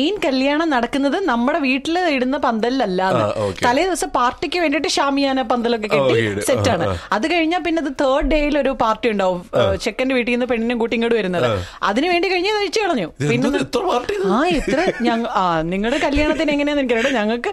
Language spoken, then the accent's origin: Malayalam; Kollam, Kerala, India; ഇപ്പൊ ഞങ്ങളുടെ നാട് കൊല്ലം